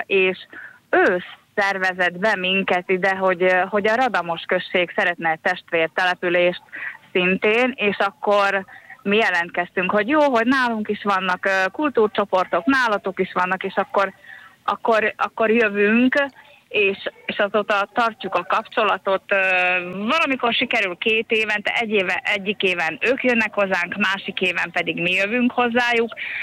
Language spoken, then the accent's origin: Hungarian; Nagyabony, Trnava Region, Slovakia; Nagyabanyból jöttünk Szlovákiába, felvidékről. Ez egy 1570 lelket számláló község